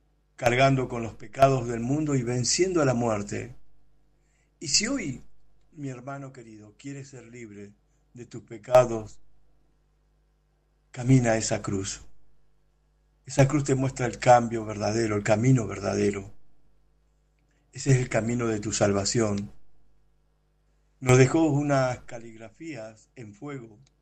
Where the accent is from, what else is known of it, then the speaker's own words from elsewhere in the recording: Argentina; soy de Argentina.